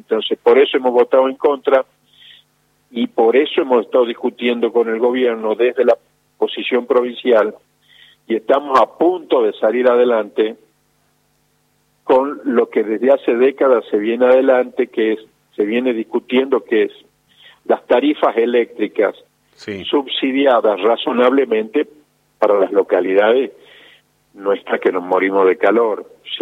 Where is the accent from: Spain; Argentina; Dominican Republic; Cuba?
Argentina; Salta; Miren, a mí, lógicamente, soy salteño y quiero que Salta viva mejor, pero no de esta forma.